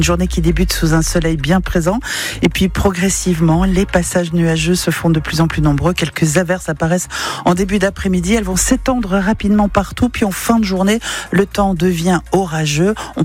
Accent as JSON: {"language": "French", "country": "Belgium", "moved": "yes", "lives_now": "Périgord, France", "said": "je suis belge"}